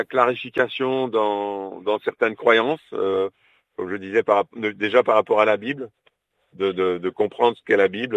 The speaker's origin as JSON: {"language": "French", "town": "Montpellier", "region": "Occitanie", "country": "France", "said": "nous, au niveau des paroisses, même qu'on est de Montpellier, hein"}